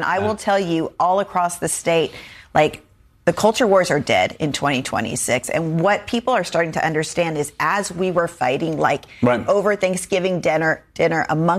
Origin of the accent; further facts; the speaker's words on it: Rio Grande Valley, Texas, United States; So I'm from the Rio Grande Valley, South Texas, that is over 95% Latino.